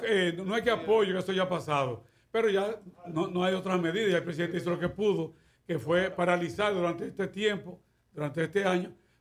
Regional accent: Dominican Republic

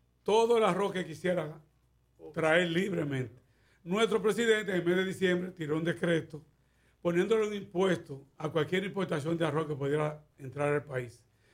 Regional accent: Dominican Republic

